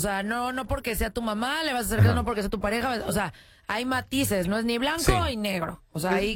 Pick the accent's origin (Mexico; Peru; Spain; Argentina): Mexico; now in United States; Ay, ya estoy acá en Estados Unidos, soy gringa. Yo soy mexicana y a mucha honra